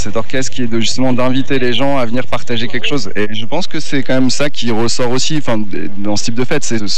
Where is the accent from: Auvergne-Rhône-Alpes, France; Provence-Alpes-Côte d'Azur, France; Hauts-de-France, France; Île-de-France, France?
Hauts-de-France, France; Lille; now in Lozère, France; Alors, je suis originaire de Lille. Alors, il se trouve qu'en fait, avec Kelly, on s'est rencontrés en Lozère, mais on est tous les deux originaires du Nord.